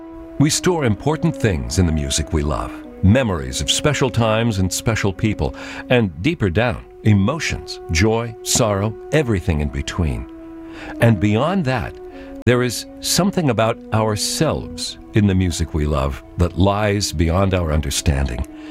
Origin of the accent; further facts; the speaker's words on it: Scottsbluff, Nebraska, United States; born or raised there; now in New York, United States